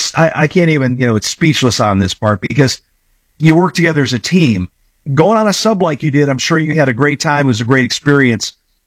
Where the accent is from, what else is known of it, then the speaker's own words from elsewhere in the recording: Aurora, Illinois, United States; I grew up in Aurora, Illinois, 40 miles west of Chicago